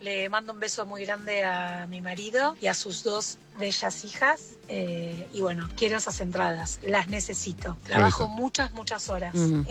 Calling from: Buenos Aires, Argentina; de Villa Crespo

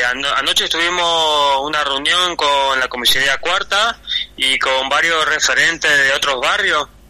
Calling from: Puerto Iguazú, Misiones, Argentina; somos 55 barrios acá en Iguazú.

